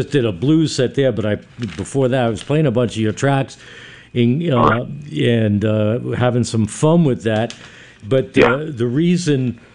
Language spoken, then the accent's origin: English; New York City, New York, United States; moved away; That's up in New York City, which is my hometown.